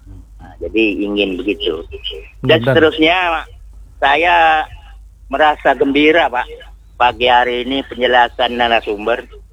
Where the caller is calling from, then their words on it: Tanjung Pinang, Riau Islands, Indonesia; Tok Londe, Kampung Bulang.